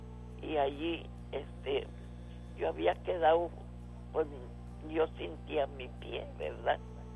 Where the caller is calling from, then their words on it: Mercedes, Texas, United States; De aquí, de Mercedes.